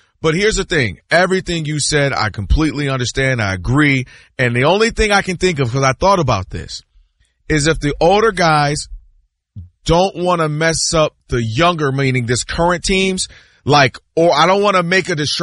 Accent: Michigan, United States; You know, obviously I grew up outside of Detroit and I was a Pistons fan

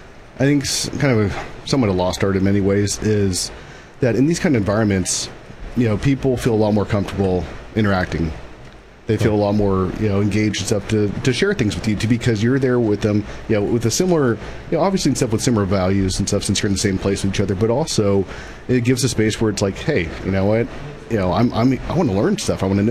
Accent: Grover Beach, California, United States; like I said, being born and raised in Grover Beach

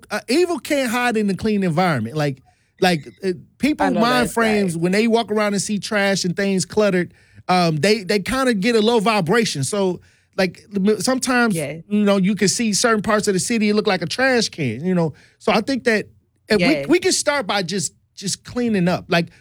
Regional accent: Milwaukee, Wisconsin, United States; And like I said, I'm born and raised in Milwaukee.

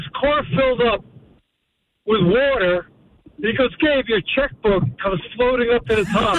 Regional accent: Waldorf, New Jersey, United States; now in Delaware, United States; I grew up in Waldorf, New Jersey, the greatest little town in the country.

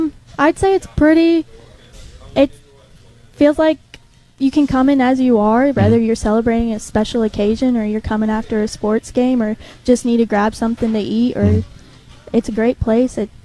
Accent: Melbourne, Florida, United States; now in Hattiesburg, United States; I'm from Melbourne, Florida.

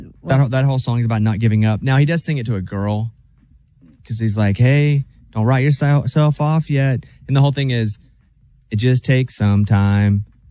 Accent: Saratoga, Wyoming, United States; In my hometown, Saratoga, Wyoming

